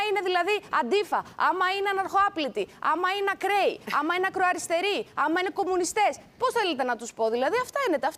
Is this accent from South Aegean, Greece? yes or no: no; Eastern Macedonia and Thrace, Greece; Σίγουρα όμως θα είμαι στην πατρίδα μου στον Εύρο.